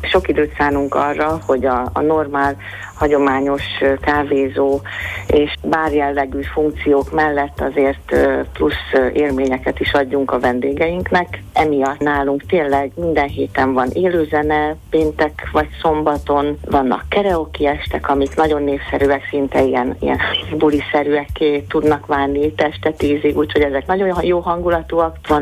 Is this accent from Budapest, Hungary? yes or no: yes; Budapest, Hungary; Mi itt nőttünk fel a 15. kerületben, anyukám is ebben a házban lakott